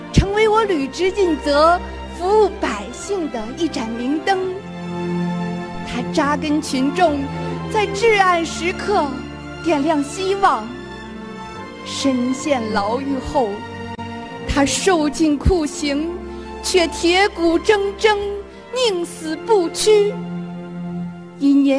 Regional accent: Bin County, Heilongjiang, China; 在我的家乡宾县

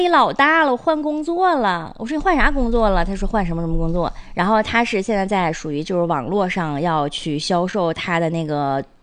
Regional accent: Northeast China, China; 咱们东北人

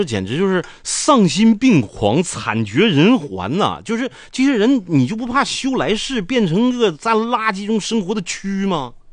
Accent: Harbin, Heilongjiang, China; 因为我觉得哈尔滨是我的家，是我的家乡，是我生长的地方，我爱这个地方

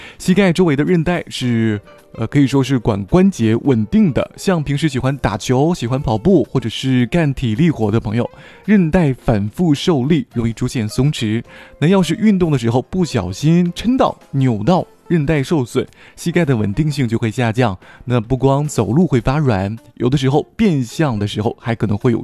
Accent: Northeast China, China; 我们东北人胃口好，像铁锅炖呀、烧烤啊，一顿接着一顿的

